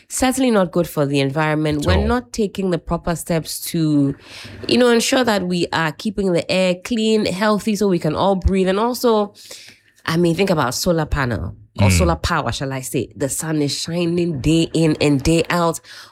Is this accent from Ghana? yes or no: yes; Ghana